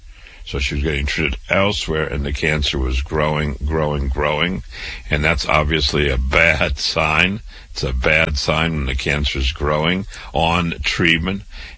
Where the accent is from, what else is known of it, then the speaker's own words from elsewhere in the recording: Waterloo, Iowa, United States; I was born and raised in Waterloo, Iowa. I went to public school, university, medical school, MD at 25